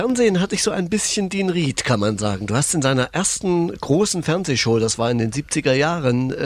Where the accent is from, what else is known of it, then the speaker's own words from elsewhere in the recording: Erfurt, Thuringia, Germany; born there; ich bin in Erfurt geboren.